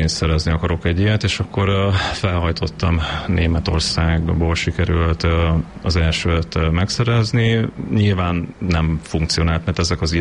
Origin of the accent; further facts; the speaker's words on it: Győr, Győr-Moson-Sopron, Hungary; now in Székesfehérvár, Hungary; én győri vagyok, Győrben születtem, és én ide költöztem kedvesem ez a lakás. A szerelem hozott végül is ide Székesfehérvárra